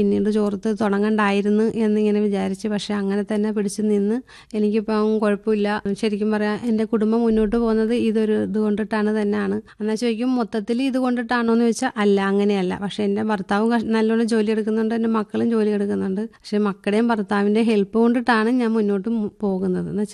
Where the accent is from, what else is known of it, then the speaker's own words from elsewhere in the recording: Kayamkulam, Kerala, India; moved away as an adult; now in Kakkanad, India; എൻ്റെ സ്വന്തം നാട് കായംകുളമാണ്.